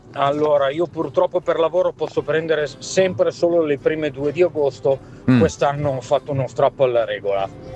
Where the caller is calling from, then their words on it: Turin, Piedmont, Italy; da Torino